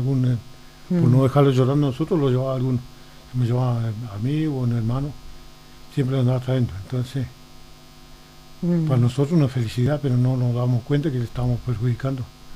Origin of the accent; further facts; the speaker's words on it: Argentina; moved away; Yo nací de Villa Yanquín arriba, ahí... Arriba tengo mi hermano todavía, donde nacimos, donde estaba mi padre, mi madre.